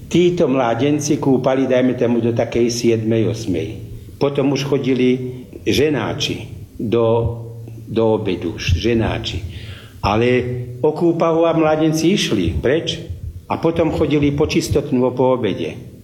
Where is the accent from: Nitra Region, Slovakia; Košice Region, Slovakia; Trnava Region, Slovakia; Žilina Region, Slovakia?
Žilina Region, Slovakia; Vyšný Sliač; Ja som z Vyšného Sliača